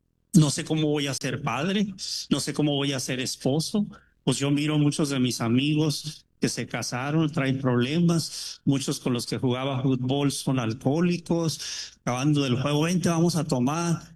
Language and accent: Spanish; Tijuana, Baja California, Mexico; now in San Diego, United States; Tuve un amigo que dejó de ser católico, que crecimos juntos en Tijuana y ya vivíamos en San Diego